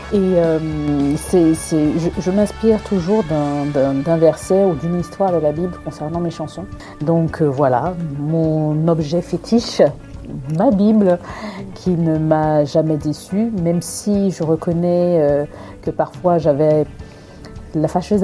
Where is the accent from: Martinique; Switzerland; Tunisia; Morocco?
Martinique